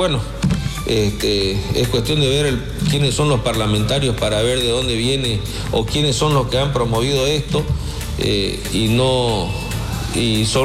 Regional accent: Bolivia; Somos bolivianos

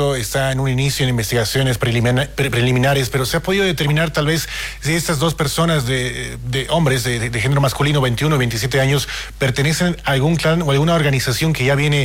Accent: La Paz, Bolivia; sentirnos muy orgullosos de ser paseños

